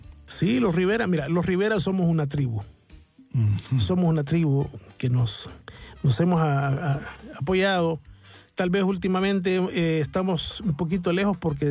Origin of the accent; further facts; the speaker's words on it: San Miguel, El Salvador; moved away as an adult; cuando yo vine de San Miguel a San Salvador a estudiar